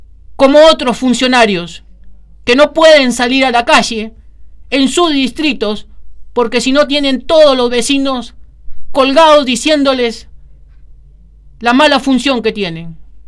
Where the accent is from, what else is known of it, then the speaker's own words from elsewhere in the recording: Argentina; nosotros somos ciudadanos argentinos